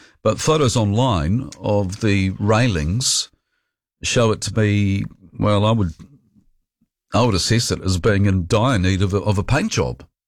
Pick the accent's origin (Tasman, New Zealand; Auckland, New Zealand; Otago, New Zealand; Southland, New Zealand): Otago, New Zealand; Dunedin; And, you know, I'm from Dunedin, so you might think, oh, I'll be fine with that. No, I'm a Cantabrian now.